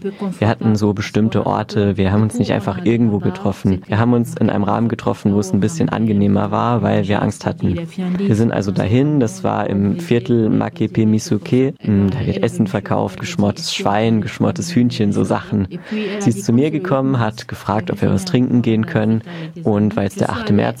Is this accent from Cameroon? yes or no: yes; Cameroon; now in Germany; ich bin ein Transmann und ich bin 32. Ich komme aus Kamerun.